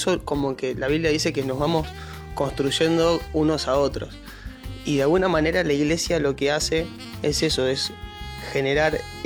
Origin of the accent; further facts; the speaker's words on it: San Nicolás de los Arroyos, Buenos Aires Province, Argentina; yo soy de San Nicolás. Ahí tengo mi iglesia de toda la vida.